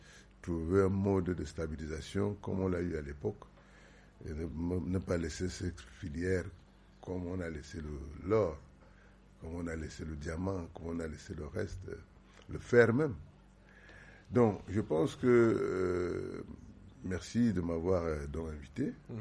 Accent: Yoko, Centre, Cameroon; Moi, je me rappelle quand j'étais gamin, j'étais à Yoko. Mon père était gendarme.

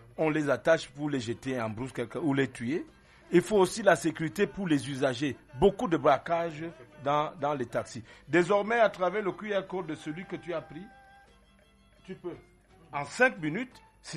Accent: Cameroon; Les Camerounais n'aiment pas. Je suis Camerounais.

